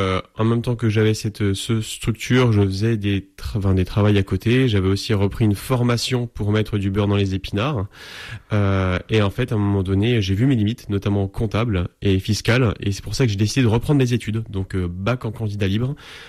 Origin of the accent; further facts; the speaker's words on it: Vaux-sous-Aubigny, Grand Est, France; also born or lived in Fontaine-lès-Dijon; Je viens du sud de la Haute-Marne, dans un petit village qui s'appelle Vaux-sous-Aubigny. Et je suis né à Fontaine-lès-Dijon.